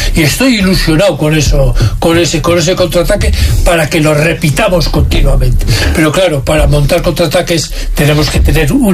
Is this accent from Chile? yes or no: no; Spain